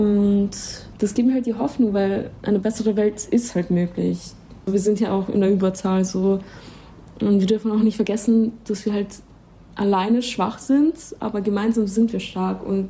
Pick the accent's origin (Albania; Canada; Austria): Albania; aber jetzt halt in einem Land, wo ich herkomme, dass es da auch Aufruhr gibt